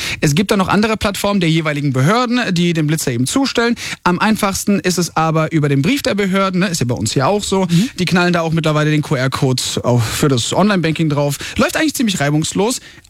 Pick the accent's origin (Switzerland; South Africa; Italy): Italy; Ist ja wie bei uns in Italien hier.